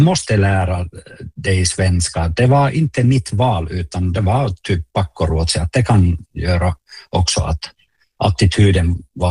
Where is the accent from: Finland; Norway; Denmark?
Finland; Oulunsalo, North Ostrobothnia; born or raised there; Swedish is a second language